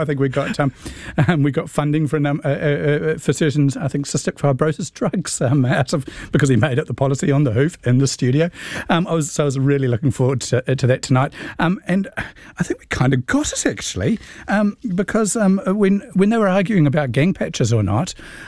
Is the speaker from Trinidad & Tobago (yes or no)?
no; Scotland, United Kingdom; I'm Scottish.